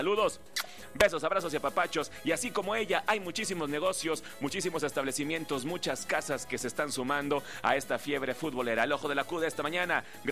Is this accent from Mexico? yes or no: yes; Mexico; presumir que somos mexicanos.